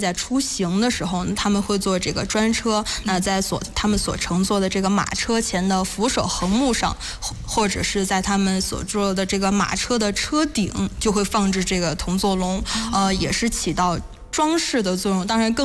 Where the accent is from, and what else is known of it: China